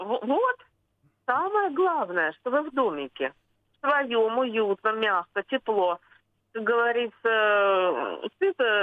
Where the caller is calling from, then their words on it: Saint Petersburg, Russia; я из Санкт-Петербурга.